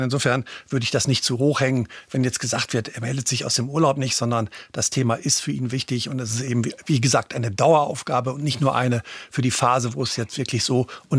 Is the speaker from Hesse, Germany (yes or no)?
no; North Rhine-Westphalia, Germany; Ich komme ja aus der Region hier, ich wohne gar nicht weit weg von Köln, habe 18 Jahre hier in Köln gearbeitet